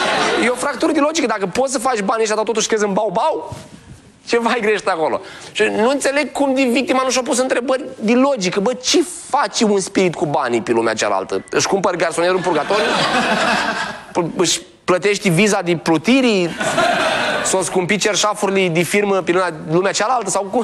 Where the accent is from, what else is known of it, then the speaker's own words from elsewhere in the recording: Moldova; Scuze, sunt moldovean, am problemele astea.